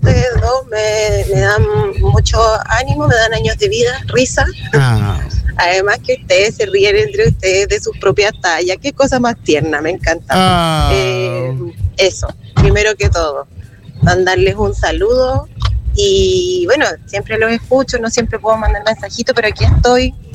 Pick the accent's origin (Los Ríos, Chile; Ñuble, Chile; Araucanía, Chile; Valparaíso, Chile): Valparaíso, Chile; Exactamente quién soy yo. … de Playa Ancha.